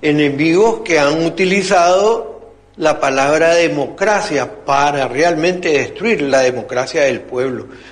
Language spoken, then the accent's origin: Spanish; Nicaragua; Somos los nicaragüenses